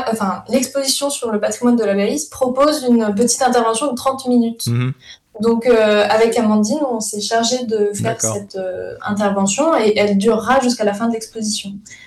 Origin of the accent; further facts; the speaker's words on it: Grand Est, France; moved away; Je suis originaire de la Lorraine au départ